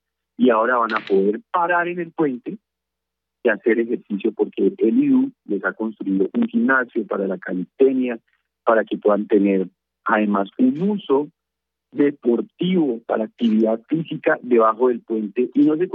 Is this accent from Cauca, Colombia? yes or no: no; Boyacá, Colombia; nosotros, los boyacenses, a mucho honor